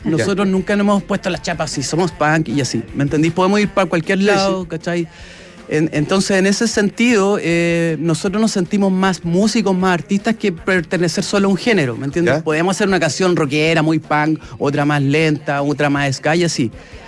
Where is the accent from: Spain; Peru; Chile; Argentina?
Chile; San Carlos; moved away as an adult; now in Mexico City, Mexico; somos dos integrantes de San Carlos, somos de provincia